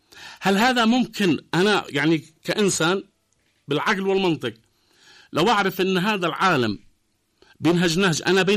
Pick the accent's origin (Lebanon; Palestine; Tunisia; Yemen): Yemen